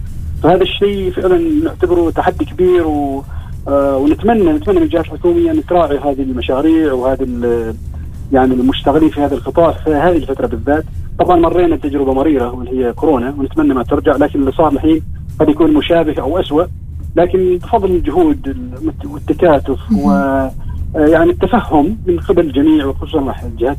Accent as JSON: {"language": "Arabic", "country": "Oman", "said": "وهذه شهادة نفتخر فيها احنا كأصحاب مشاريع واحنا كعمانيين بصورة عامة."}